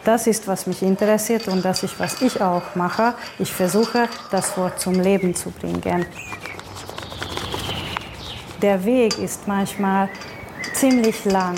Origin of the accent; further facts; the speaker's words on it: Hungary; German is a second language; moved away; ursprünglich komme ich aus Ungarn, aus einer Situation oder Grenzzone, wo man sehr viel Fremdsprache auch damals gehört hat. Die deutsche Sprache habe ich dann zum ersten Mal da gehört und auch im Fernseher.